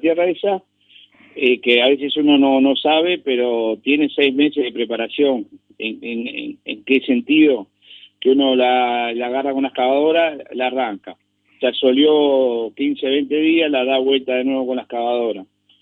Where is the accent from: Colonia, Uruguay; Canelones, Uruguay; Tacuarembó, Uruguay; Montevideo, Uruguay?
Canelones, Uruguay; pero yo soy canario y soy orgulloso de ser canario